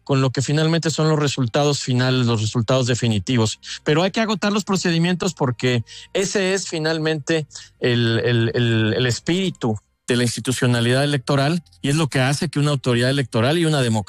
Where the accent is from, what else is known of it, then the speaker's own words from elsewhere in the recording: Mexico; en mi caso yo soy mexicano